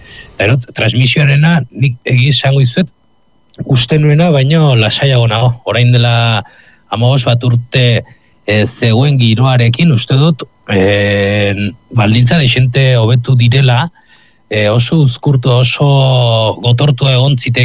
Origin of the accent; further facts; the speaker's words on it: Basque Country, Spain; ni Gipuzkoarra naiz, Gipuzkoan nire gaztaro guztian Diario Basko irakurtzen zuen jende guztiak